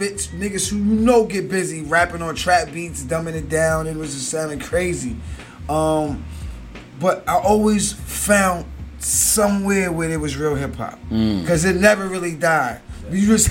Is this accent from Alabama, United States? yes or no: yes; Alabama, United States